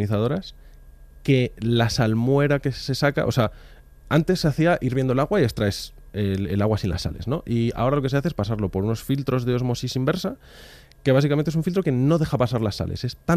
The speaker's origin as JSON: {"language": "Spanish", "town": "Madrid", "region": "Community of Madrid", "country": "Spain"}